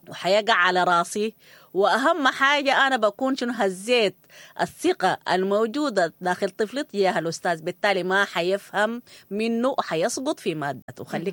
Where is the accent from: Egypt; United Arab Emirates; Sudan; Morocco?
Sudan; بالضبط ده اللي احنا اعتدنا عليه يا ناس كسودانيين كتير